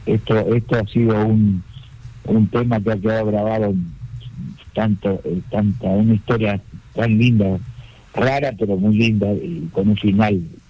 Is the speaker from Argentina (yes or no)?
yes; Argentina; moved away; estaba mi padre, un gran amigo mío, que vinieron de Argentina, de mi pueblo